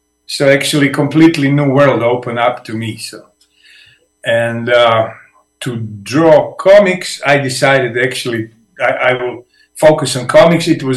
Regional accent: Zagreb, City of Zagreb, Croatia; Because I grew up in the Zagreb, at the outskirts, in some working class buildings. Today it was like wide center of the city, but back there it was like outskirts, like far

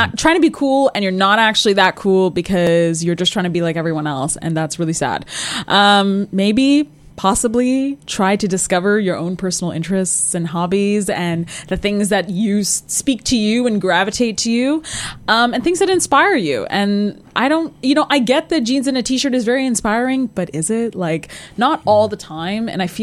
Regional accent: Mississauga, Ontario, Canada; I'm from Mississauga

